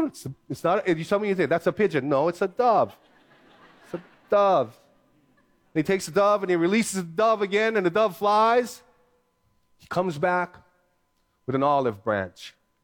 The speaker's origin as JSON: {"language": "English", "country": "Philippines"}